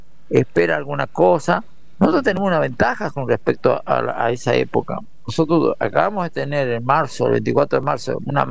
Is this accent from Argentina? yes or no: yes; Tucumán, Argentina; yo soy el único de Tucumán